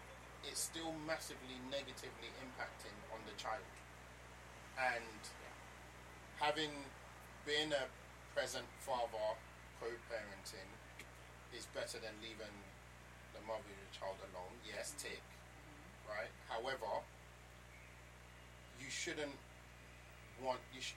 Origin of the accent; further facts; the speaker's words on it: London, United Kingdom; I grew up in Peckham. I grew up around poor people.